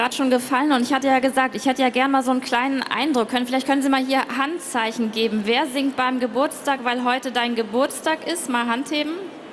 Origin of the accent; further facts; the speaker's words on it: Bremen, Germany; Ich komme aus Bremen.